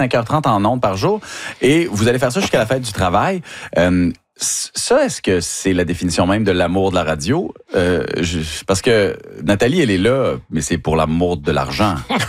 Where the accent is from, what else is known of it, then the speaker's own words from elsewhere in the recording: Quebec, Canada; Ben oui, parce que on est des vrais. Quand on vient du Saguenay-Lac-Saint-Jean, ben oui, c'est vrai